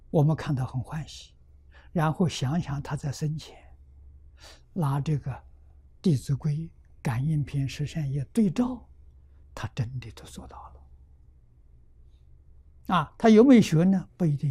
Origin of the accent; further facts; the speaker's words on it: China; 我们中国人算虚岁，外国人算实足年龄